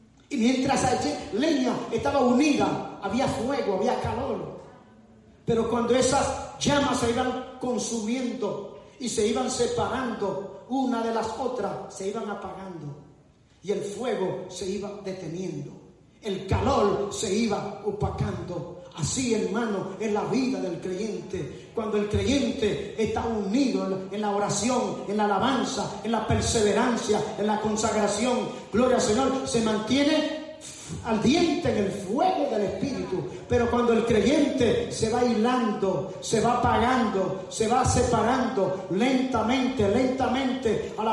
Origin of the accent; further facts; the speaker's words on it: San Pedro de Macorís, Dominican Republic; moved away; Yo soy dominicano de San Pedro de Macorís, la parte este. Y en mi país vivíamos en campo.